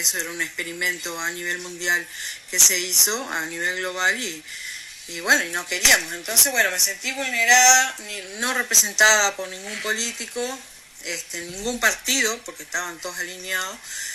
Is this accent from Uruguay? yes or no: yes; Uruguay; También somos uruguayos